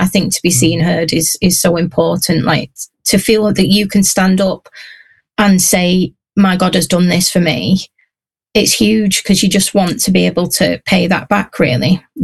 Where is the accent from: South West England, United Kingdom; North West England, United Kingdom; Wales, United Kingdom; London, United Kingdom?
North West England, United Kingdom; Whitworth; born there; I was born in Whitworth, a little tiny village. Well, it's a town now, because it got a swimming pool and a library or something, you know, like one of those. I remember it becoming a town and it was a big thing, but it's a village on the edge of the Pennines